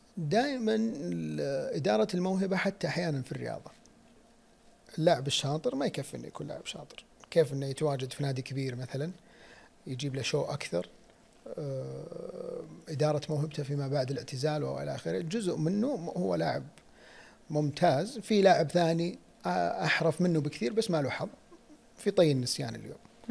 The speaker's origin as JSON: {"language": "Arabic", "country": "Saudi Arabia", "said": "عندنا في السعودية"}